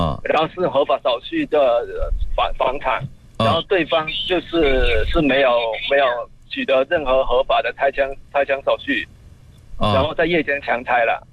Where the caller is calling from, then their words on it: Jieyang, Guangdong, China; 我来自广东省揭阳市惠来县山前镇。